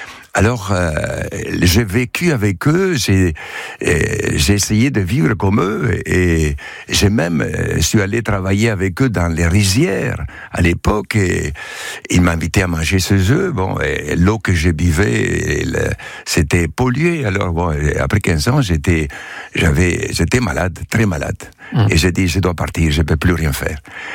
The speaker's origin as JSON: {"language": "French", "country": "Argentina", "moved": "yes", "said": "Oui, quand j'étais jeune, en 1968, quand j'ai quitté l'Argentine, un grand pays où j'ai découvert la fraternité."}